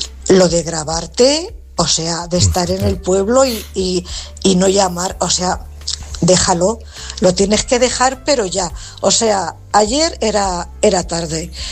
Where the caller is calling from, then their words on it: Cuenca, Castilla-La Mancha, Spain; Buenas noches … corresponsal de Cuenca.